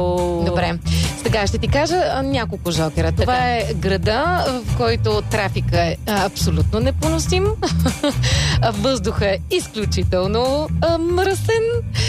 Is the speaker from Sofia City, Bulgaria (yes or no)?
yes; Sofia, Sofia City, Bulgaria; Да, София